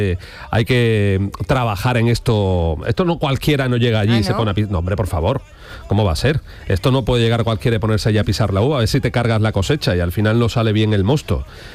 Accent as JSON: {"language": "Spanish", "town": "Jerez de la Frontera", "region": "Andalusia", "country": "Spain", "tie": "born or raised there", "said": "Vamos a ir a mi tierra, que es noticia, porque Jerez inaugura hoy, esta tarde"}